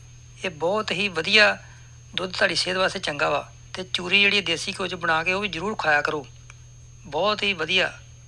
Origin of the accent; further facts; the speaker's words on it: Tarn Taran district, Punjab, India; ਮੇਰਾ ਜਨਮ ਪਿੰਡ ਸਹਬਾਜਪੁਰ ਜ਼ਿਲ੍ਹਾ ਤਰਨ ਤਾਰਨ ਵਿੱਚ ਹੋਇਆ ਸੀ।